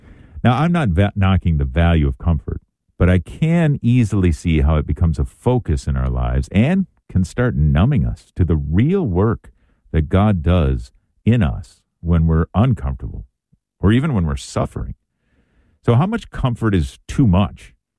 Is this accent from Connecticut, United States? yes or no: no; Wisconsin, United States; in my home state of Wisconsin